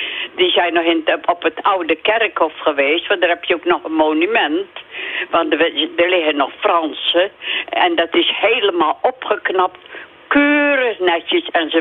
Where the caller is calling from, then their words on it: Arnemuiden, Zeeland, Netherlands; Ja, en ik kom van Arnhem-Muiden